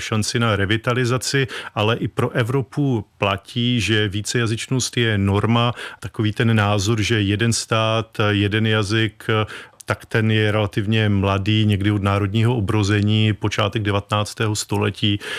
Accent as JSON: {"language": "Czech", "town": "Opava", "region": "Moravian-Silesian Region", "country": "Czechia", "said": "já pocházím ze Slezska, z Opavy, pracuji v Ostravě, takže to je taková, řekněme, příhraniční oblast"}